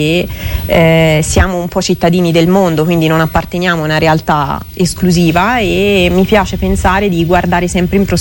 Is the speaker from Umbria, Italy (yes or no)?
no; Buonconvento, Tuscany, Italy; also born or lived in Siena; ho fatto la mia infanzia lì e tuttora sto lì, quindi sono rimasta lì, faccio sempre il pendolare per Arezzo